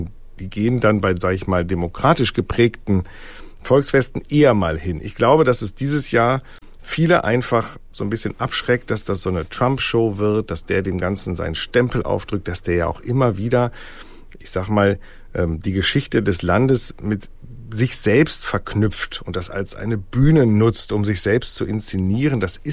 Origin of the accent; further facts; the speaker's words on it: Germany; now in United States; Und man ist gerade als Deutscher hier wahnsinnig willkommen.